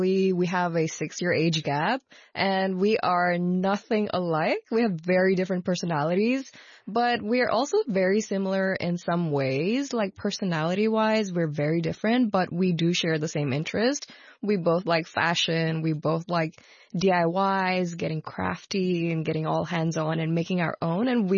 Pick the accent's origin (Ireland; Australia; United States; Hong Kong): Hong Kong; English is a second language; I'm a Nepalese born and raised in Hong Kong